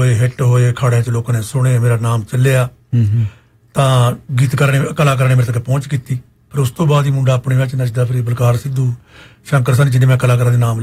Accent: Dyon, Punjab, India; ਮੇਰਾ ਪਿੰਡ ਹੈ ਜੀ ਦਿਉਣ ਬਠਿੰਡਾ ਤੋਂ ਸ੍ਰੀ ਮੁਕਤਸਰ ਸਾਹਿਬ ਨੂੰ ਜਾਈਏ

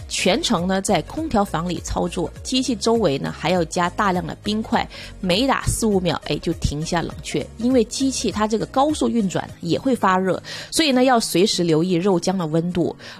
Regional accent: Guangdong, China; 真的是跟小时候在广东那边吃的手打肉丸

